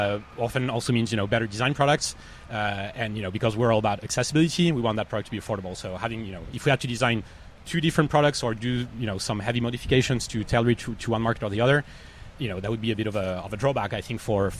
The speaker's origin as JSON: {"language": "English", "country": "France", "moved": "yes", "said": "I'm originally from France"}